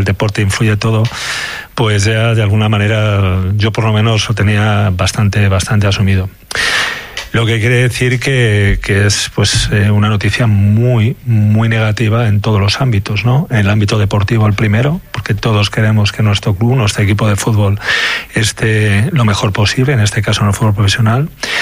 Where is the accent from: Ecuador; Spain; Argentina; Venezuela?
Spain; León, Castile and León; como alcalde, como leonés y como aficionado